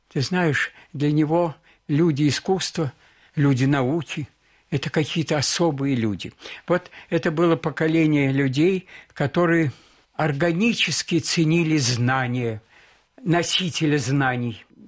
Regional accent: Moscow, Russia; born there; Я родился в Москве

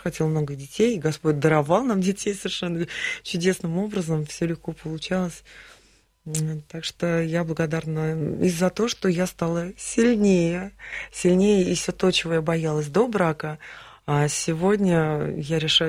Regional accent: Moscow, Russia; Я мечтала из центра Москвы, где я родилась, мы в 7 поколениях москвичи, коренные, я мечтала уехать на землю.

